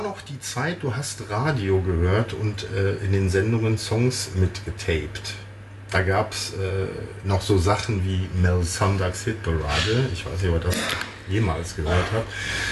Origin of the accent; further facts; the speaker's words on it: Cologne, North Rhine-Westphalia, Germany; Ich komme aus Köln